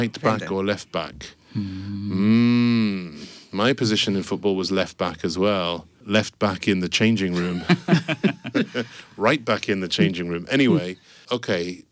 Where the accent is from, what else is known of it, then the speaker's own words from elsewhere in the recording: Newcastle upon Tyne, North East England, United Kingdom; moved away; the bridge in Newcastle, my hometown.